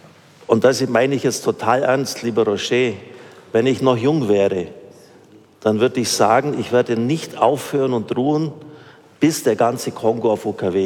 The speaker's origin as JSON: {"language": "German", "town": "Fischach", "region": "Bavaria", "country": "Germany", "tie": "born or raised there", "said": "Und am kommenden Sonntag feiere ich mit meiner Heimatgemeinde in Fischach-Wilmershofen mein 40. Priesterjubiläum, die 40-jährige Primiz."}